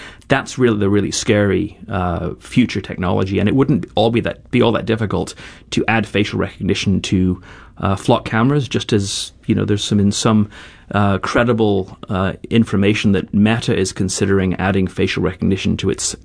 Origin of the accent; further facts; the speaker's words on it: England, United Kingdom; born there; I was born in Europe, in England, and while Americans are very fond of talking about their privacy